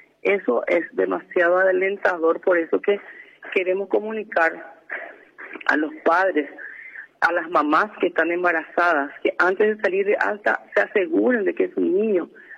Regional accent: Paraguay; Y ese es un orgullo para nuestro país

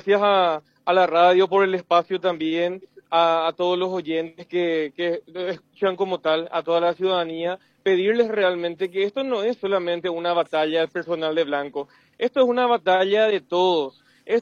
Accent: Paraguay; seamos dignos paraguayos

